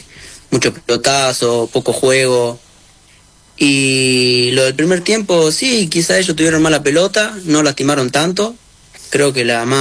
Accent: Jovita, Córdoba, Argentina; born there; yo soy de Jovita, nací ahí.

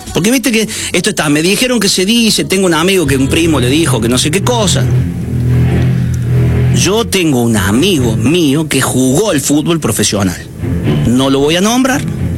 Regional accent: Argentina

